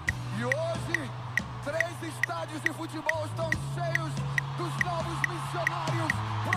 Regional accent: Rio de Janeiro, Brazil; born there; eu nasci no Rio de Janeiro

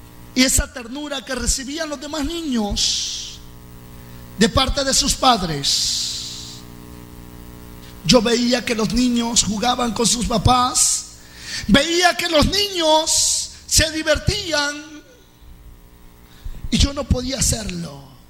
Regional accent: Cojutepeque, Cuscatlán, El Salvador; born there; me lleva para la ciudad de Cojutepeque, donde yo nací.

